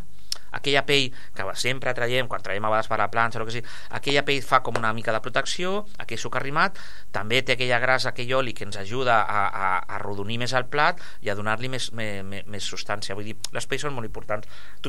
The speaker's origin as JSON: {"language": "Catalan", "region": "Catalonia", "country": "Spain", "said": "som catalans, som de porc, hem vingut néixer amb els porcs a sota casa"}